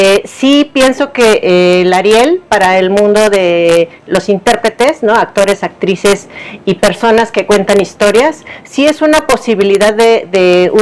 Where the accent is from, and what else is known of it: Mexico; born or raised there; moved away as an adult